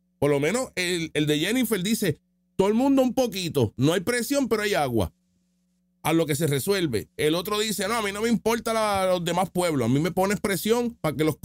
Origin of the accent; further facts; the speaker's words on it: San Juan, Puerto Rico; Y eso que yo soy de San Juan